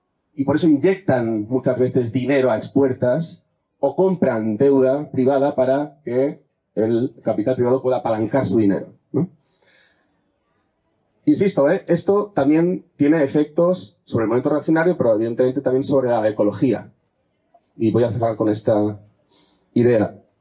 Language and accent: Spanish; Catalonia, Spain; Yo vengo de Cataluña, para bien y para mal